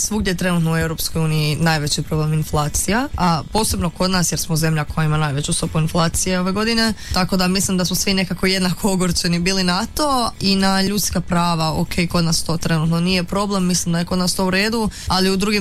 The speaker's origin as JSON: {"language": "Croatian", "country": "Croatia", "said": "mi dalje imamo taj neki svoj mentalitet jednako tu kod nas u Hrvatskoj, općenito na Balkanu"}